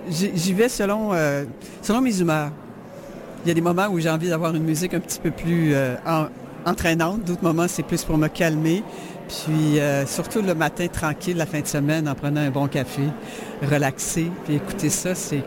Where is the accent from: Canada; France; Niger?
Canada; Baie-Comeau, Quebec; je suis de Baie-Comeau.